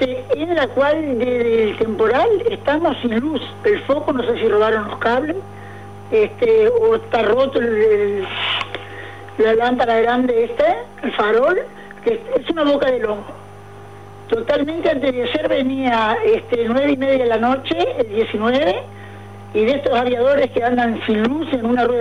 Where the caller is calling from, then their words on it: Uruguay; Del barrio San Francisco.